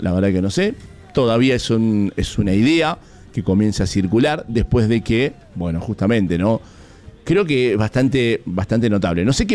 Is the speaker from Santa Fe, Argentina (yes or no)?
no; Mendoza, Argentina; nos tendrá a nosotros como mendocinos